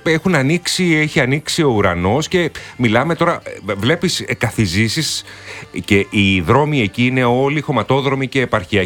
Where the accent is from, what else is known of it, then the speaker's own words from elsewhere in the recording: Crete, Greece; Από νότια του νομού Ηρακλείου, Μεσαρά.